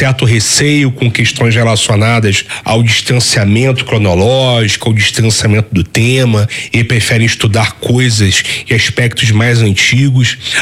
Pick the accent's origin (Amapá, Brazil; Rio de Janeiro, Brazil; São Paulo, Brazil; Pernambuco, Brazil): Rio de Janeiro, Brazil; also born or lived in Petrópolis; Todo carioca, ele passa por isso. Eu já saí do Rio de Janeiro, morei em Petrópolis durante 2 anos.